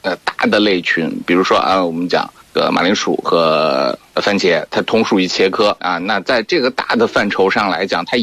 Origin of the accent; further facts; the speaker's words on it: China; 产生的一个让我们中国人能吃饱饭的一个非常重要的一个作物嘛。